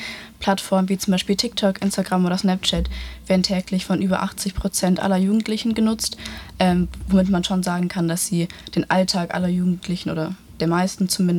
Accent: Tübingen, Baden-Württemberg, Germany; ich bin 18 und ich komme auch aus Tübingen.

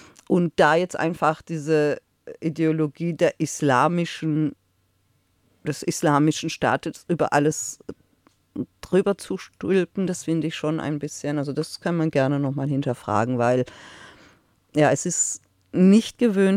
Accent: Iran

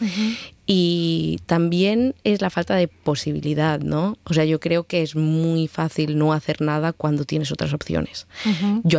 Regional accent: Spain; Yo al fin y al cabo también soy española y tengo muchas más facilidades para vivir aquí.

